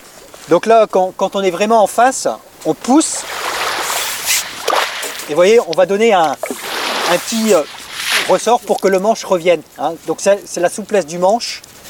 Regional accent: Brittany, France; moved away; Non, je suis originaire du Finistère.

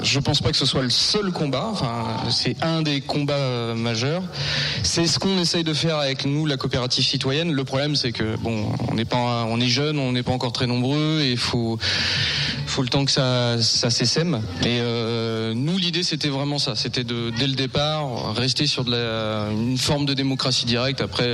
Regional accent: La Hague, Normandy, France; chez nous dans la Hague

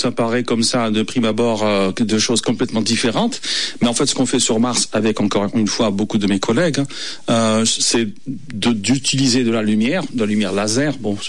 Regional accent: Algeria; moved away as an adult; also born or lived in England / United States; Donc, j'ai fait toutes mes études en Algérie. Je suis algérien.

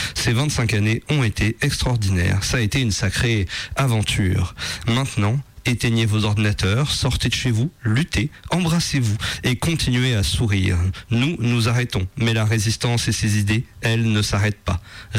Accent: Italy; accent: Italian; French is a second language

